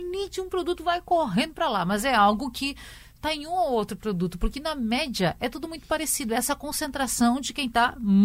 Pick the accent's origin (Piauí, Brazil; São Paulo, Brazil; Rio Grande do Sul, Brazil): Rio Grande do Sul, Brazil; now in Recife, Brazil; Eu, por exemplo, sou do Rio Grande do Sul, e lá você tem Porto Alegre, o mercado público.